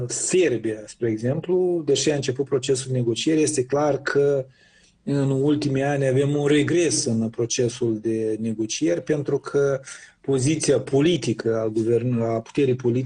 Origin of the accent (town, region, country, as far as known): Moldova